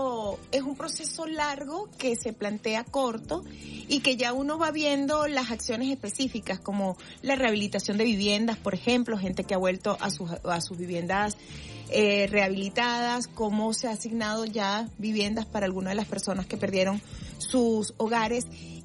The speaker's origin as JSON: {"language": "Spanish", "country": "Venezuela"}